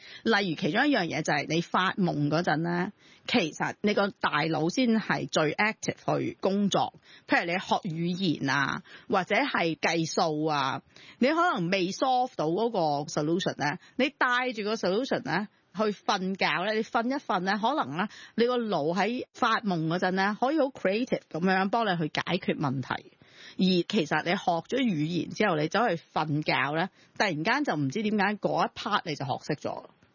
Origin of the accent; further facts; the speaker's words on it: Hong Kong; 同埋我真係覺得我哋香港人永遠都喺度追求性價比，